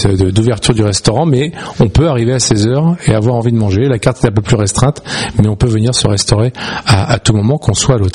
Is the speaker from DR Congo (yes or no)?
no; La Rochelle, Nouvelle-Aquitaine, France; now in Taverny, France; Alors non, moi je suis Rochelais à la base, mais depuis maintenant 2000, je suis sur Paris.